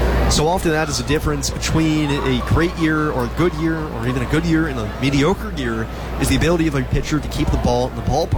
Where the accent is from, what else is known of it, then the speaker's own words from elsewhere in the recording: Doylestown, Pennsylvania, United States; we grew up down in Doylestown